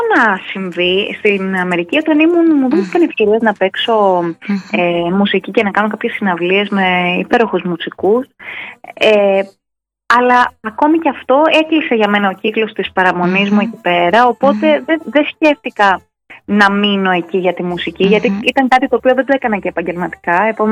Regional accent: Crete, Greece; είμαι και από την Κρήτη, οπότε αυτό επίσης το κουβαλάω μουσικά μέσα μου

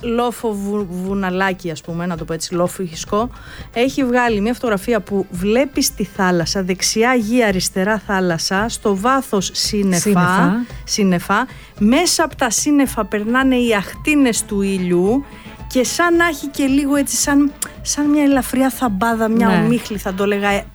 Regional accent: Patras, West Greece, Greece; moved away

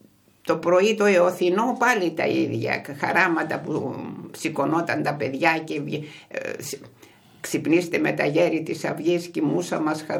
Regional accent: Cyprus; born or raised there; moved away as an adult; now in Kozani, Greece

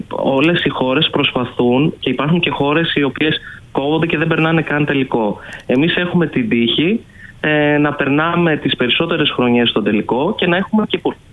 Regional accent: Greece

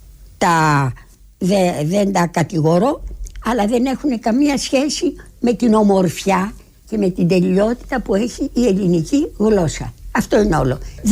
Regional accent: Greece; σαν Ελληνίδα

